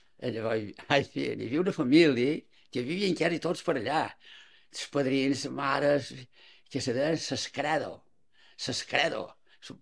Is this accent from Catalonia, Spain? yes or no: no; Palma, Balearic Islands, Spain; vaig néixer a Palma, ja són dels Hostalets. Exactament de Can Capes són jo.